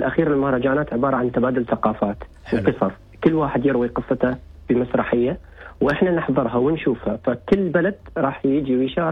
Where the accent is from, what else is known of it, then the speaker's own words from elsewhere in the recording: Dhofar, Oman; المواهب اللي عندنا هنا كشباب ظفاريين أو عمانيين